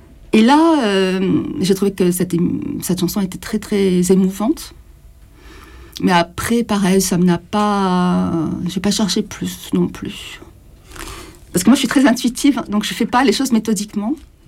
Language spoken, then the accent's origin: French; Provence-Alpes-Côte d'Azur, France; also born or lived in Marseille / Paris; je suis originaire de la Provence, donc je suis allée faire mes études à Marseille, et j'ai travaillé aussi là-bas au départ. Après, je suis venue sur Paris, et je suis repartie à Marseille.